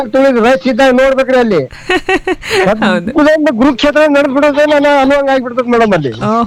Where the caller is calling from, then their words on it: Karnataka, India; ನಮ್ಮ ಊರಿಂದ ನಮ್ಮ ಬಿಜಾಪುರಕ್ಕೆ ಹೋಗ್ಬೇಕಾದ್ರೆ ನಮಗೆ 20 ಕಿಲೋಮೀಟರ್ ಮೇಡಮ್.